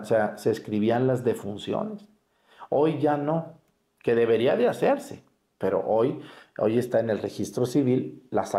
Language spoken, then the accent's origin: Spanish; Mexticacán, Jalisco, Mexico; ahí en mi pueblo, en Mestigacán